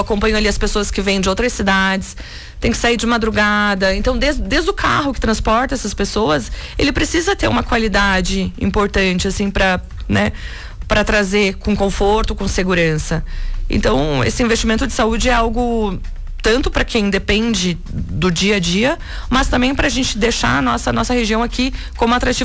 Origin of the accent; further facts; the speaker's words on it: Santa Catarina, Brazil; born there; moved away; Eu defendo muito a Serra Catarinense, eu quero trabalhar pela Serra Catarinense, de onde eu nasci, de onde eu saí, para onde eu voltei.